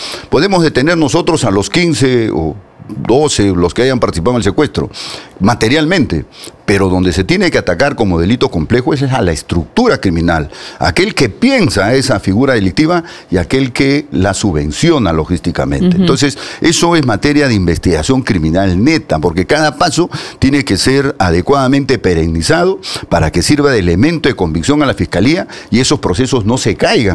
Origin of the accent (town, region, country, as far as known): Peru